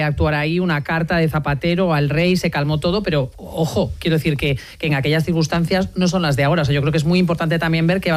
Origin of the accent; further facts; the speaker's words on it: Galicia, Spain; A mí me da mucho coraje como gallega